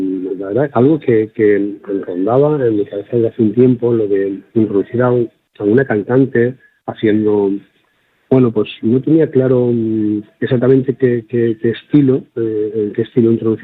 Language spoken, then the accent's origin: Spanish; Valencian Community, Spain; moved away as an adult; now in Andalusia, Spain; Soy valenciano, pero soy más casi andaluz-valenciano, porque llevo más tiempo en Andalucía que en la tierra en la que nací y me formé como músico, ¿no?